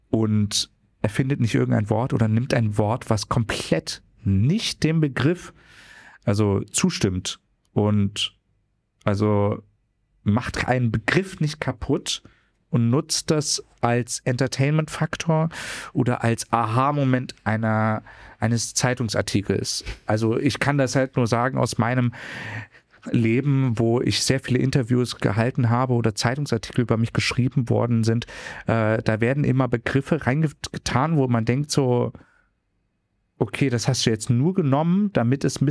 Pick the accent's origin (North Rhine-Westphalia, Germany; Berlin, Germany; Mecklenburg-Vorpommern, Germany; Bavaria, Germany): Berlin, Germany; aber ich sehe mich ja auch hauptsächlich als Berliner